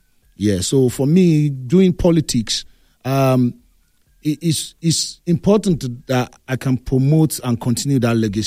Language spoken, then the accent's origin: English; Lagos, Nigeria; I'm from Shomolu Constituency 2, where Naakoka Bariga.